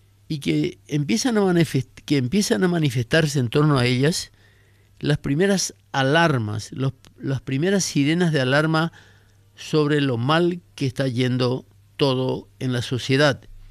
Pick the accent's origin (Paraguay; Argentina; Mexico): Paraguay